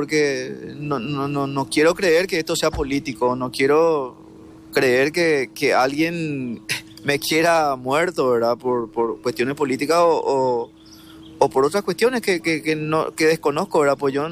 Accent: Ipané, Central, Paraguay

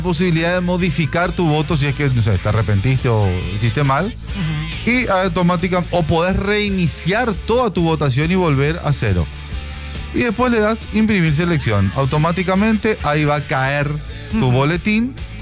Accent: Asunción, Paraguay; nosotros somos de Asunción

